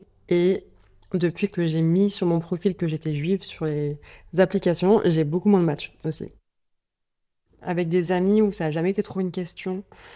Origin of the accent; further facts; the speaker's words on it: Marseille, Provence-Alpes-Côte d'Azur, France; j'ai 28 ans, j'ai grandi à Marseille. Je viens d'une famille où le côté maternel est tunisien et juif, et le côté paternel est arménien. Du coup, j'ai grandi surtout dans la communauté arménienne à Marseille, et pas tellement la communauté juive.